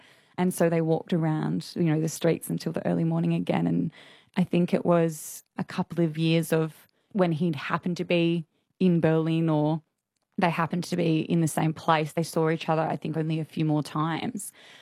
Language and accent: English; Heathridge, Western Australia, Australia; I grew up in a suburb called Heathridge